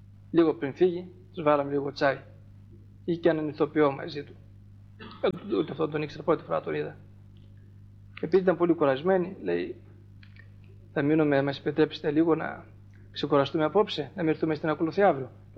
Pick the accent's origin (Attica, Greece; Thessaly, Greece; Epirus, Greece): Thessaly, Greece; γιατί εμείς οι Θεσσαλοί, γιατί είναι και πατριώτες μου, είμαι Θεσσαλός.